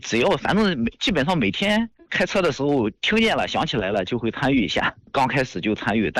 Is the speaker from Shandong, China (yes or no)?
yes; Xintai, Shandong, China; moved away as an adult; now in Shijiazhuang, China; 老家是山东的，在石家庄十多年了